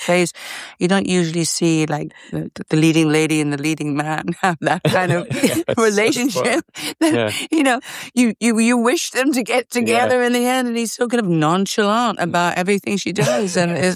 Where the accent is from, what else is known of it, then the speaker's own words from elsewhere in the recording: Wales, United Kingdom; accent: Welsh; I think was using my Welsh accent